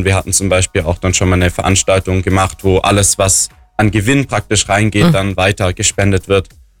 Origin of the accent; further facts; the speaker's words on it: Aalen, Baden-Württemberg, Germany; moved away as an adult; Genau, ich komme ursprünglich aus Aalen, also aus Baden-Württemberg. Genau, bin fürs Studium dann damals herzogen